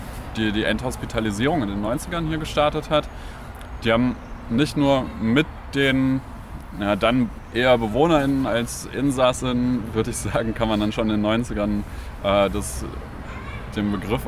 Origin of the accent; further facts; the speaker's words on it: West Germany, Germany; moved away; Ich komme aus Westdeutschland